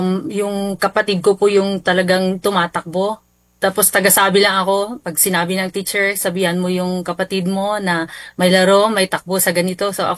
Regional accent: La Trinidad, Cordillera Administrative Region, Philippines; Pantabangan, and Nueva Ecija, and then La Union po. But ito, dito po kami sa Trinidad po talaga na lagi po.

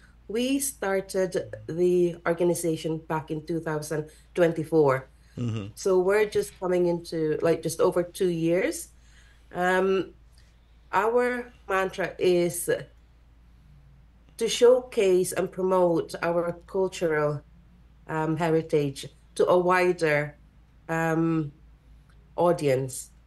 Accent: Dagupan, Ilocos Region, Philippines; now in Ireland; Ah, sa Pangasinan po, Dagupan.

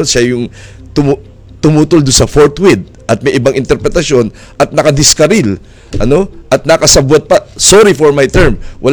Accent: Pasig, Metro Manila, Philippines; sa bayan namin sa Pasig

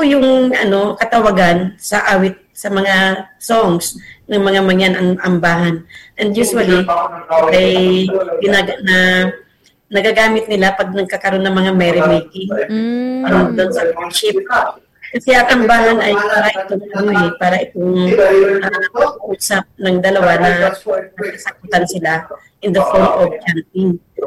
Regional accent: Mimaropa, Philippines; dito sa amin sa Oriental Mindoro

